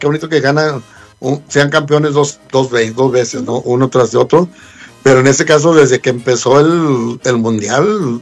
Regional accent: Mexico

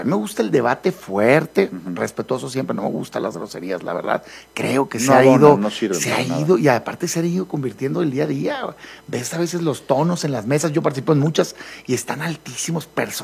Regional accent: Mexico; Yo soy mexicano antes que nada

